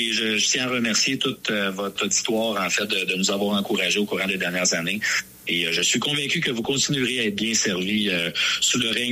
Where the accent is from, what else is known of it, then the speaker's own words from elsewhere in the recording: Joliette, Quebec, Canada; also born or lived in Montreal; Moi, je suis originaire de Joliette, ma femme de la Rive-Nord de Boisbriand. Mais les dernières années ont été passées à Montréal.